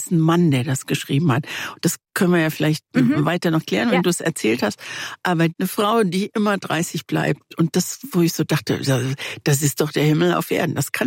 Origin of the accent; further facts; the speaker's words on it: Morocco; Ja, als Marokkanerin mit Französisch ist lächerlich.